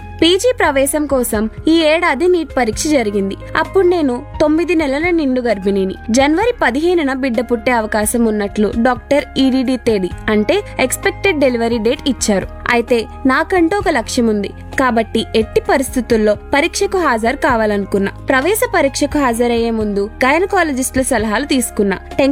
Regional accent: Macherla, Andhra Pradesh, India; మాది గుంటూరు జిల్లా మాచెల్ల. నాన్న వెంకటేష్, ఆర్ఎంపి డాక్టర్.

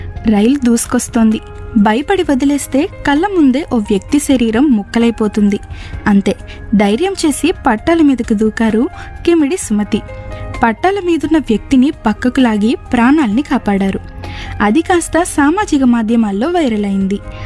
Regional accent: Talagam, Andhra Pradesh, India; మాది విజయనగరం జిల్లాలోని వంగర మండలం తలగాం గ్రామం.

